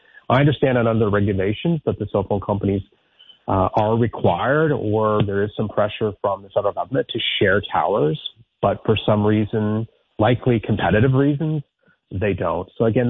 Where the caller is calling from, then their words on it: Ottawa, Ontario, Canada; Ironically, I'm calling you from Riverside South on a cell phone.